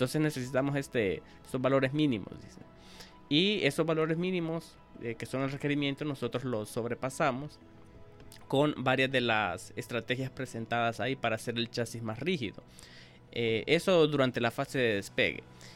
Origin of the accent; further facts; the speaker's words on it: Honduras; desde mi perspectiva como docente y como hondureño